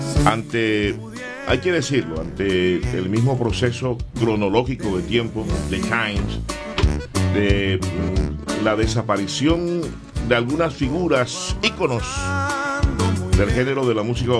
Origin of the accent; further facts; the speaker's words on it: Colombia; Cinco 17 en mi país, Colombia.